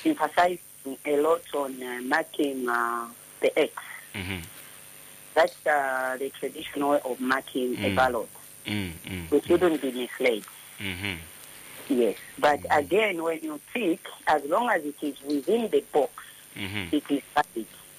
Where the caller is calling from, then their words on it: Lusaka, Lusaka Province, Zambia; calling you from Lusaka Central.